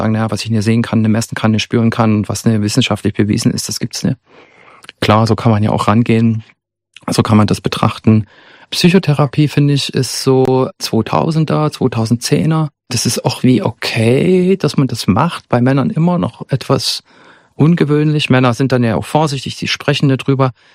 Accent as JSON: {"language": "German", "town": "Zittau", "region": "Saxony", "country": "Germany", "lives_now": "Dresden, Germany", "said": "dass natürlich die psychische Unterstützung da, wo ich herkomme, ganz anders ist als in Dresden. Ich habe in Dresden viel schneller Therapie gefunden als noch in Zittau und hatte da in Zittau überhaupt gar keine Ressource dafür."}